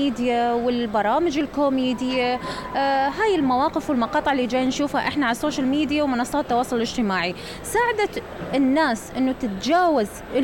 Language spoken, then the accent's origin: Arabic; Iraq